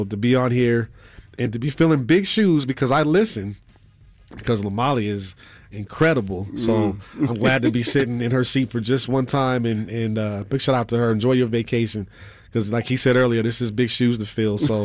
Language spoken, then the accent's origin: English; Colorado Springs, Colorado, United States; I'm from Colorado Springs originally.